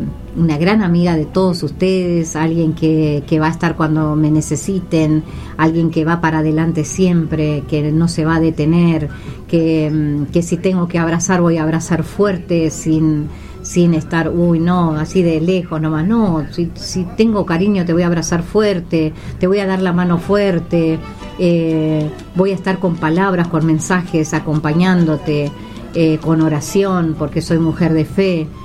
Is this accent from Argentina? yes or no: yes; Santiago del Estero, Argentina; now in Buenos Aires, Argentina; cuando me preguntan dónde naciste, en Santiago, Punta Pozo es el paraje monte adentro, les digo, como para que no queden dudas desde dónde vengo. cómo me crié